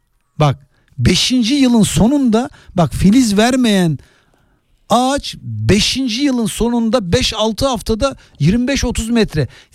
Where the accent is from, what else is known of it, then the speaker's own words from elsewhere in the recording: Istanbul, Turkey; ben Gazi Osman Paşa'da büyüdüm benim. Annem babam Yugoslavya'dan gelmiş